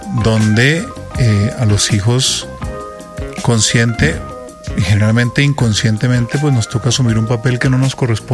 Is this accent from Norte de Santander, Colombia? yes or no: no; Ibagué, Tolima, Colombia; yo recuerdo de niño estar en Ibagué y ver un avión en el cielo y decir, ese es mi papá.